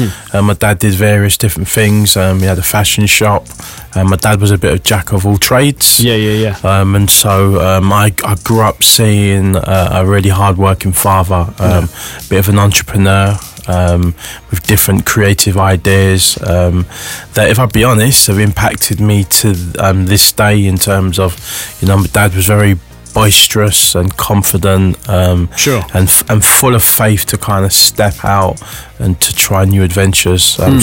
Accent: London, United Kingdom; So I grew up in the east end of London. I was from a family of five. Went to church as a kid.

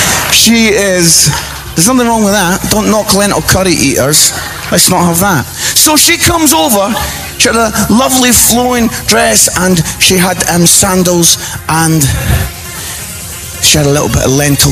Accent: Scotland, United Kingdom; as a Scotsman, this hurts a man deep in his heart, because I had paid £4 for that hamster.

